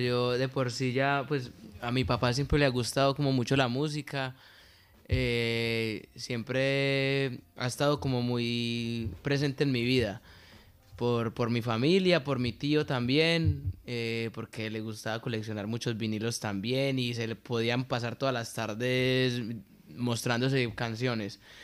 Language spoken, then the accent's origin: Spanish; Armenia, Quindío, Colombia; now in Pamplona, Spain; Yo soy del Eje Cafetero, específicamente de Armenia Quindío.